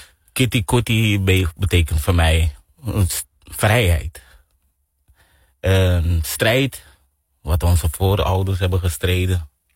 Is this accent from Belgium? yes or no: no; Suriname